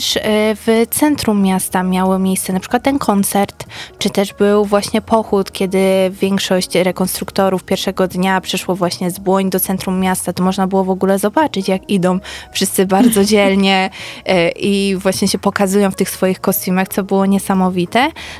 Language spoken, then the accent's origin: Polish; Bielsko-Biała, Silesian Voivodeship, Poland; pomimo tego, że jestem z Bielska